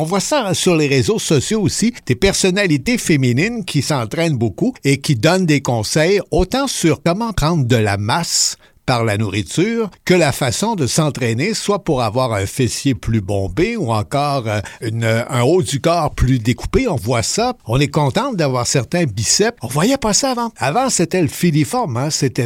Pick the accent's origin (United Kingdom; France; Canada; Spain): Canada; Atlantic Canada; chez nous en Atlantique